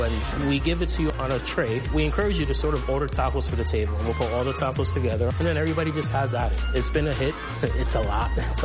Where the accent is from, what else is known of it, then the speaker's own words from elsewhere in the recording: New York City, New York, United States; I'm a Puerto Rican heritage. I was born in New York, but living in the South Bronx where I grew up, there was a huge Mexican population around me.